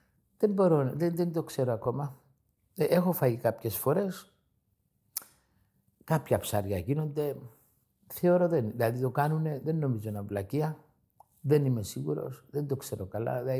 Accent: Greece; εμείς σαν Έλληνες

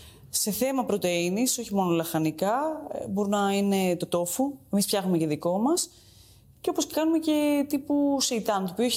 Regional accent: Greece; now in Italy; Η ελληνική κουζίνα είναι ο τόπος μου, είναι η γεύση μου.

